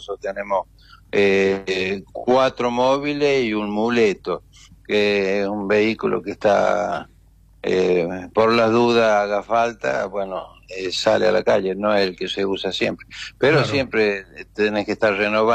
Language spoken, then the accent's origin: Spanish; Chilecito, La Rioja, Argentina; born there; Yo soy nacido en Chilecito. Y bueno, siempre me vine ya como médico a trabajar.